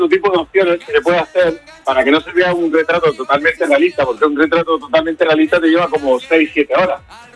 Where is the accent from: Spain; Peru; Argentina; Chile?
Spain; Almería, Andalusia; born or raised there